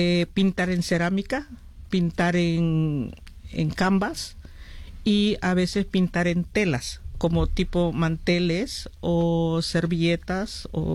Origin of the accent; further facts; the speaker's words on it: El Salvador; now in Werribee, Australia; el resto somos salvadoreñas.